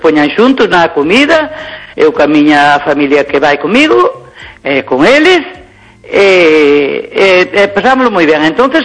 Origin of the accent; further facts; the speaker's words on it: Teo, Galicia, Spain; moved away as an adult; now in Santiago de Compostela, Spain; E eu, como era da lá de Teo, pois ainda me tira algo para lá, a pesar de que levo 50 e moitos anos en Santiago